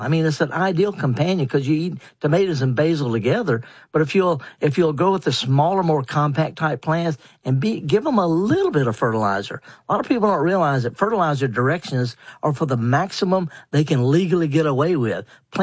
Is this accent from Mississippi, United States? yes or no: yes; Mississippi, United States; I'm from Mississippi, I garden half the year in England